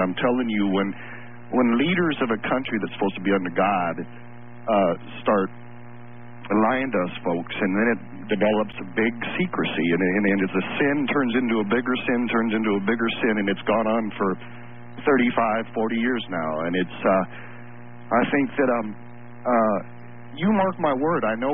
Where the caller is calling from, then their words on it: United States; us as American folks